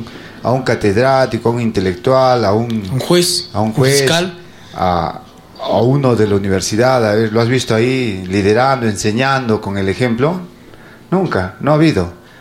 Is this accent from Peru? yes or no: yes; Peru; los que van a salvar esta patria somos nosotros los peruanos de a pie